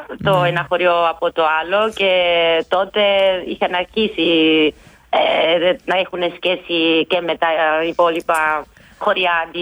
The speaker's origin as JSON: {"language": "Greek", "region": "Apulia", "country": "Italy", "tie": "born there", "first_language": "Italian and Salentine dialect", "second_language": "Greek", "moved": "yes", "said": "τα αγγλικά δεν είναι η μητρική μου γλώσσα. Δηλαδή, στο σπίτι οι γονείς μου μιλάγανε η άλλη διάλεκτο, η σαλιντινική διάλεκτο, όπως ξέρετε, είμαστε πολύ γλωσσοί εκεί στην Καταταλία."}